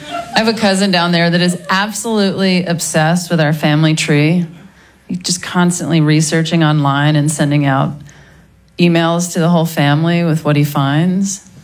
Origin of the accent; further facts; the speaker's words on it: Mississippi, United States; I'm originally from Mississippi.